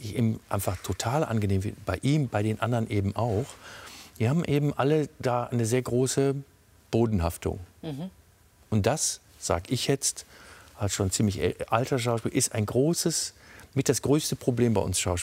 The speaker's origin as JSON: {"language": "German", "region": "London", "country": "United Kingdom", "said": "Obwohl, ich komme aus London."}